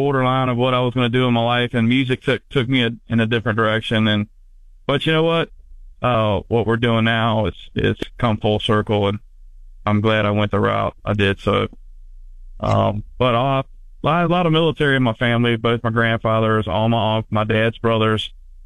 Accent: Virginia, United States; especially growing up in the Tidewater, Virginia area, with all our, we have Norfolk Naval Base and so many bases around and Army bases but a lot of military presence where I'm from.

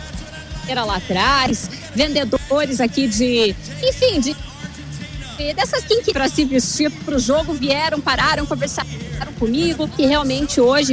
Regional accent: Curitiba, Paraná, Brazil; Eu que sou de Curitiba, tô acostumada.

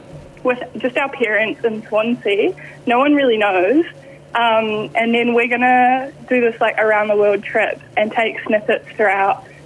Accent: New Zealand; obviously we're both from New Zealand, we've both been to Australia.

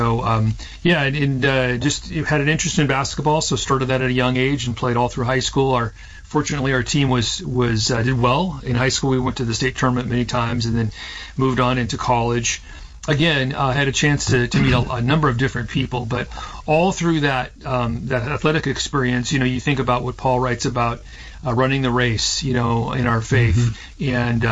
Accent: Seattle, Washington, United States; born or raised there

